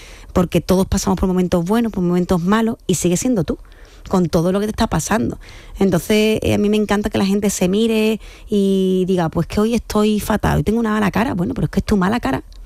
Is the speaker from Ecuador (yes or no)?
no; Jerez de la Frontera, Andalusia, Spain; soy de aquí, de Cádiz, ¿sabes? De Jerez de la Frontera. Y en Cádiz, en Jerez de la Frontera, se dice entrenadora, no se dice coach